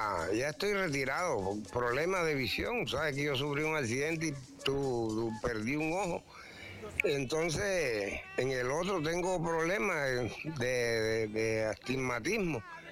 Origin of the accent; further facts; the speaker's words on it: Sincelejo, Sucre, Colombia; also born or lived in Cartagena; yo nací en Cartagena y a la edad de 5 años me trajeron mis viejos para acá, para Sincelejo, pero soy sincelejano.